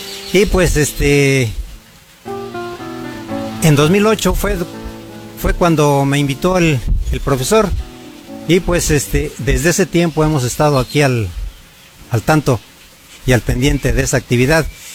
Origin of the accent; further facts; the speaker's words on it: San Bartolo Tutotepec, Hidalgo, Mexico; somos originarios de aquí de San Bartolo, Tutotepec. Somos nacidos aquí en la colonia industrial, la calle 16 de enero, número 20